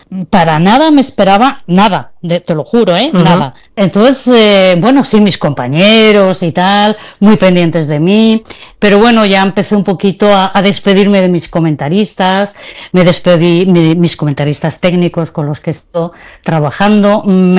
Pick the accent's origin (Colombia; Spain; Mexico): Spain; Castilla-La Mancha; me tenía que desplazar a Talavera de la Reina, que es la ciudad más cercana a mi pueblo